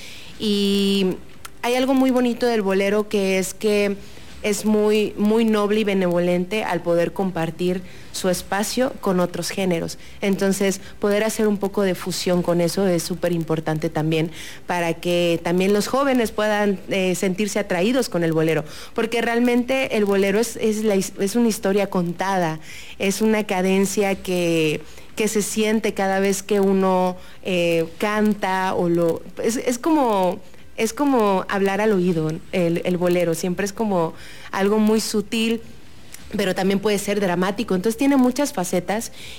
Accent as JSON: {"language": "Spanish", "region": "Tabasco", "country": "Mexico"}